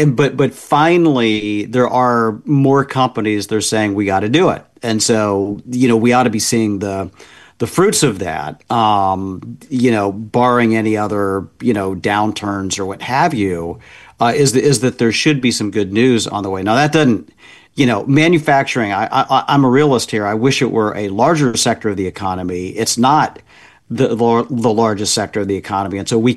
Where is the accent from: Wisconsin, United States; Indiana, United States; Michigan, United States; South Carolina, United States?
Indiana, United States; moved away; I was just back in my home state of Indiana